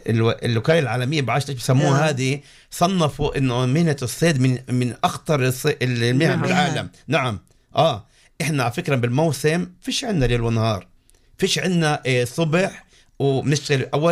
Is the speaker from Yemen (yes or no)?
no; Jaffa, Tel Aviv District, Israel